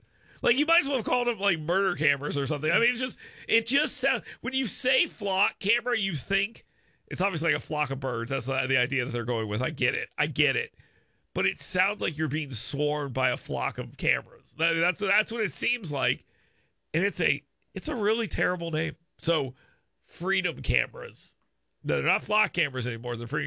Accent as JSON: {"language": "English", "region": "Gulf Coast", "country": "United States", "tie": "born or raised there", "said": "I grew up there. I grew up right on the Gulf of America, and we always called it the Gulf of America."}